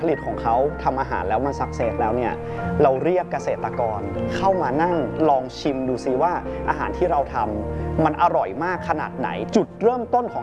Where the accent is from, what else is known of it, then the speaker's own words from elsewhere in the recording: Chiang Mai, Thailand; เป็นคนเชียงใหม่โดยแท้จริงแล้วเราเติบโตมาในบ้านเมืองเชียงใหม่